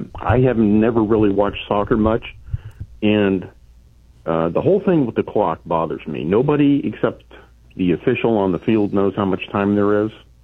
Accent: United States; We Americans

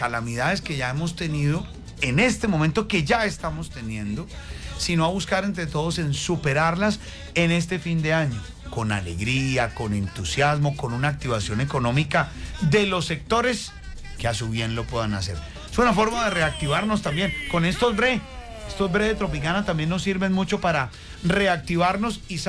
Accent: Colombia

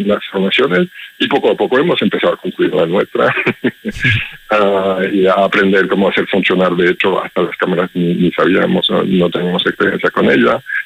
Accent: Belgium; Spanish is a second language; lo notas con mi acento, ¿no? Soy extranjero, soy belga. En Bélgica hay muchísima contaminación lumínica y hay nubes todo el tiempo.

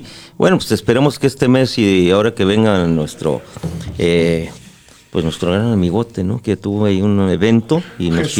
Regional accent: Mexico; los símbolos que nos hacen como mexicanos

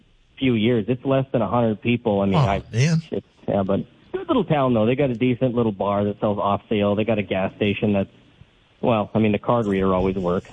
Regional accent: Edmore, United States; But it was 2018, and I'm from Edmore.

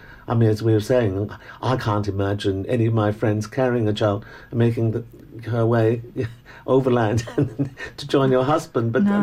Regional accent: Hong Kong; accent: educated Hong Kong English; although I look Chinese and my accent is an Australian, it's a very Hong Kong type of accent. Mm. So-called the educated Hong Kong English accent. I'm illiterate in Chinese, and that's in Cantonese. I can speak Cantonese, but I couldn't read Chinese

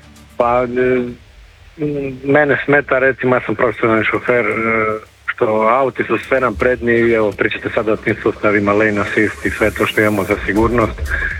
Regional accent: Istria County, Croatia; kod nas u Istri

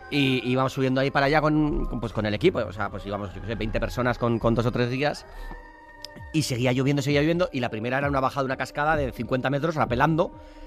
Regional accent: San Sebastián, Basque Country, Spain

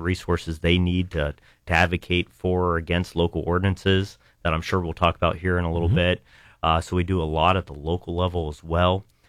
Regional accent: Dover, Ohio, United States; I'm originally from Dover, Ohio, and then I went to Wittenberg University in Springfield

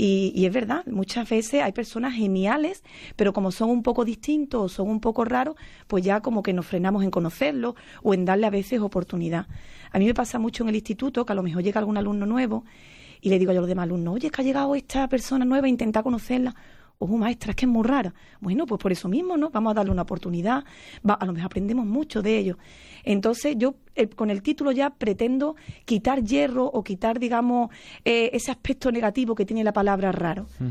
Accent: El Saucejo, Andalusia, Spain; en el Saucejo, en mi pueblo

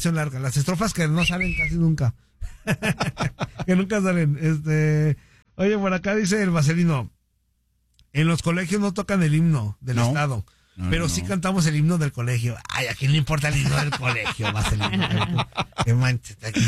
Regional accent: Jalisco, Mexico; Yo la verdad, soy muy mal jalisciense, güey. No me lo sé, güey.

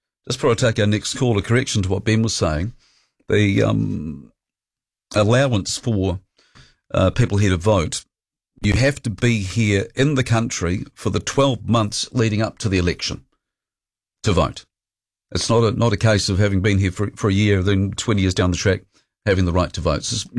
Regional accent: New Zealand; born there; I was born in New Zealand, and I've never sworn allegiance to the country.

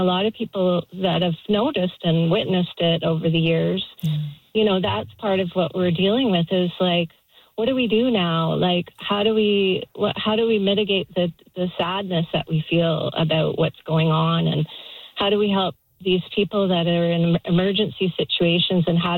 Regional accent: British Columbia, Canada; And, you know, I grew up in the Okanagan. I don't live there anymore

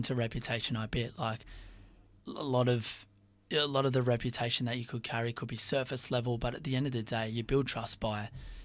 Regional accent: Victoria, Australia; You know, I grew up in Gippsland, or I moved here when I was 13, actually. Yeah. And so I did my last year of school in Traralgon. Yeah. I went to high school in Traralgon.

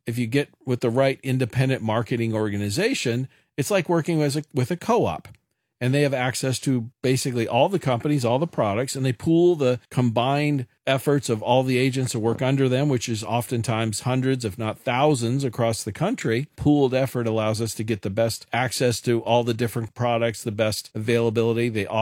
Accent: Kansas City, United States; I'm born and raised in Kansas City

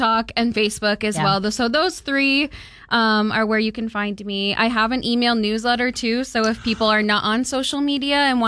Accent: Tucson, Arizona, United States; growing up in Tucson, I thought there was nothing to do in Tucson.

